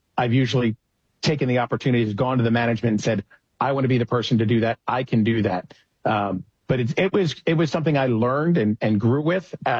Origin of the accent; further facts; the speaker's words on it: Wilmington, Delaware, United States; also born or lived in Pennsylvania; now in Delaware County, Pennsylvania, United States; So I grew up in Wilmington, Delaware, just over the state line of Pennsylvania. I've lived my life since in Pennsylvania in some fashion, right now in Delaware County.